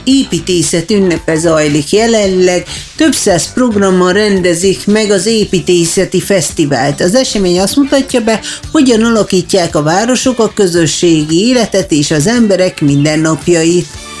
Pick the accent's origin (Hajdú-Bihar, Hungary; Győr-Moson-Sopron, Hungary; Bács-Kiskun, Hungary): Hajdú-Bihar, Hungary; Debrecen; én debreceni vagyok